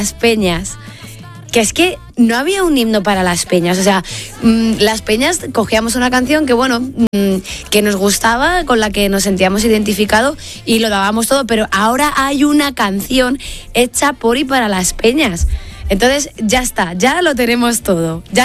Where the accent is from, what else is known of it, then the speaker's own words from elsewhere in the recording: Castile and León, Spain; Mi pueblo está en Meganzones.